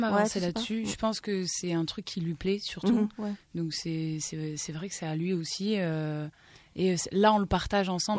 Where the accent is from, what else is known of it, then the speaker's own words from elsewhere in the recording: Labenne, Nouvelle-Aquitaine, France; Oui, enfin, j'ai grandi à La Benne et après, très vite, études sur Bayonne, donc dans le secteur.